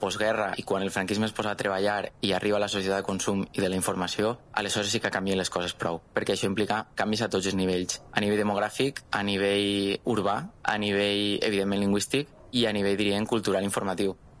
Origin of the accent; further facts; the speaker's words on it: Valencian Community, Spain; sóc un valencià